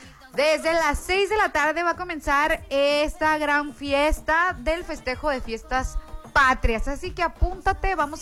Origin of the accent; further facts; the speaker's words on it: Mexico; porque somos mexicanos y viva México.